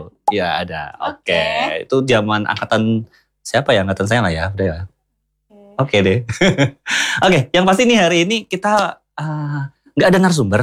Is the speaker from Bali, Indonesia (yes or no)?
no; Banyumas, Central Java, Indonesia; accent: Ngapak (Banyumasan); kalau aku kan asli Banyumas.